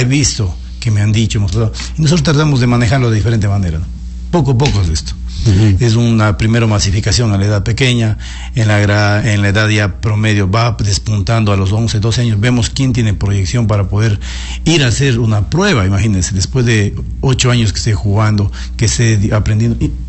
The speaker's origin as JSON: {"language": "Spanish", "country": "Ecuador"}